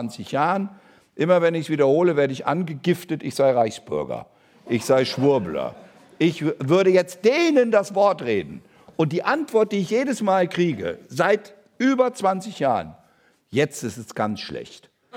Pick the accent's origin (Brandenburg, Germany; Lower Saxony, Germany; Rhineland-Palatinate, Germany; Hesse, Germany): Lower Saxony, Germany; Teufelsmoor; born there; wäre für das Teufelsmoor gut, wo ich geboren bin, also für dünn besiedelte Regionen.